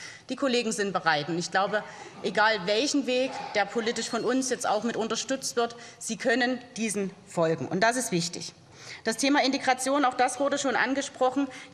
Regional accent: Saxony, Germany; Jetzt komme ich selber aus Südwestsachsen

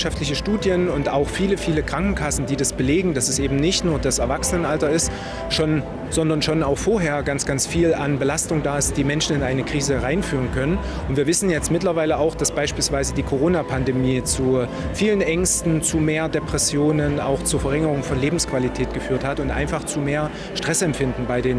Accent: Schwarzenberg, Saxony, Germany; ich stamme aus Schwarzenberg, aus dem Erzgebirge und ich bin selbst Psychologe, habe in Chemnitz studiert

